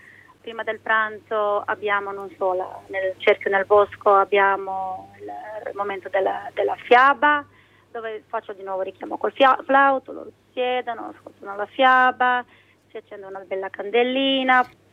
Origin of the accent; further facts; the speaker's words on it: Vertaneglia, Istria County, Croatia; born there; also born or lived in Villanova; sono nata qua, sono nata a Vertaneglia, poi sono venuta a vivere a Villanova, dove vivevano prima mia mamma e i miei nonni.